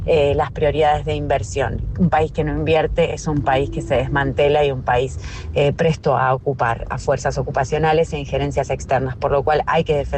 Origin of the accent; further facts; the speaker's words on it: Argentina; Yo soy una mujer argentina de 45 años